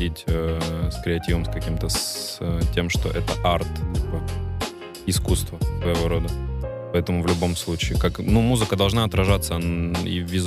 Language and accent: Russian; Vologda, Vologda Oblast, Russia; Мой родной город.